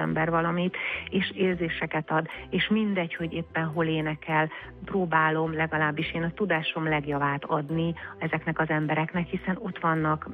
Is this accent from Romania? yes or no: yes; Székely Land, Romania; moved away; és mi annak idején ugye gyerekként otthon Székelyföldön, mi állandóan énekeltünk.